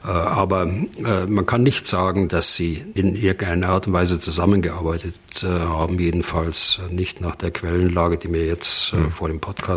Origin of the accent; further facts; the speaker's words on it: Germany; als ehemaliger General, als Deutscher auch